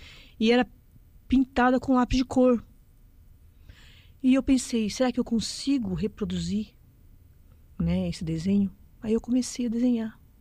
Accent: São Lourenço da Serra, São Paulo, Brazil; né, artista visual autodidata, sou do interior de São Paulo, São Lourenço da Serra.

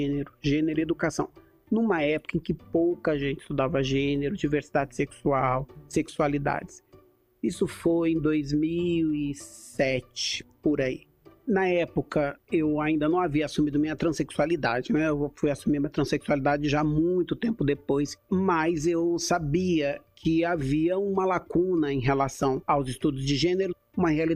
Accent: Osasco, São Paulo, Brazil; born there; now in Rio de Janeiro, Brazil; Sou paulista, nascida em Osasco, São Paulo. Venho de uma família periférica, né, nordestina, né, e pobre, uma família humilde.

